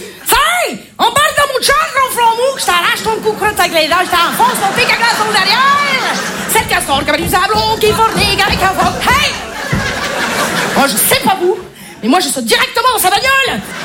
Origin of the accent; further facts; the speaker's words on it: Marseille, Provence-Alpes-Côte d'Azur, France; accent: Marseille; Ah, je m'y connais en accent, hein. Je suis marseillaise. Je peux tout jouer, tout.